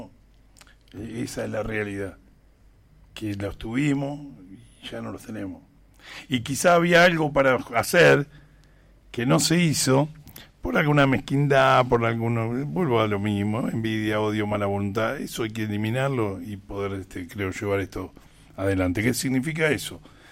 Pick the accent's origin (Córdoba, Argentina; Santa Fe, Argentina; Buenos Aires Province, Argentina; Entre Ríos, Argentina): Buenos Aires Province, Argentina; Berazategui; somos todos de Berazategui.